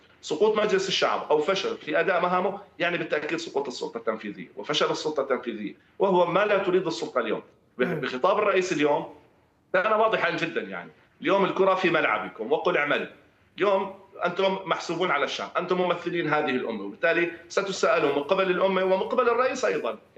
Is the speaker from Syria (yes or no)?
yes; Syria